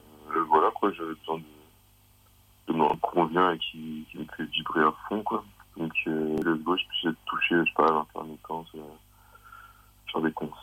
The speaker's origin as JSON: {"language": "French", "region": "Normandy", "country": "France", "tie": "born there", "said": "j'avais des potes dans mon bled en Normandie."}